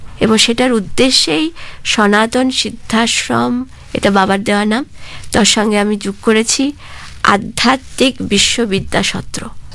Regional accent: India

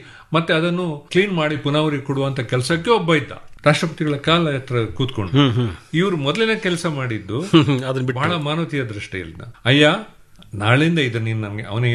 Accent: Puttur, Karnataka, India; moved away; ಆಮೇಲೆ ನನ್ನ ಊರಿನ ಪುತ್ತೂರಲ್ಲಿ ಕರ್ನಾಟಕ ಸಂಘ ಅಂತ ಒಂದು ಸಂಸ್ಥೆಯಲ್ಲಿ

